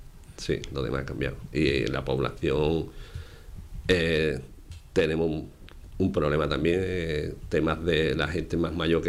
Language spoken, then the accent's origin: Spanish; Cádiz, Andalusia, Spain; Yo soy de Cádiz.